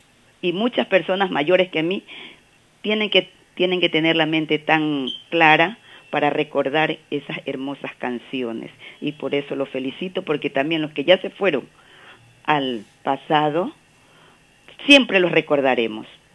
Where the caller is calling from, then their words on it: Esmeraldas, Ecuador